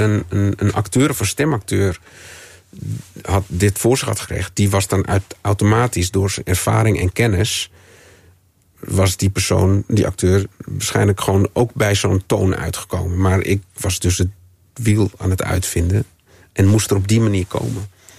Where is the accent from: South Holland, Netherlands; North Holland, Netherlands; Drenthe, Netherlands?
North Holland, Netherlands; Amsterdam; born there; Toen ik als puber in Amsterdam geweigerd werd bij discotheken.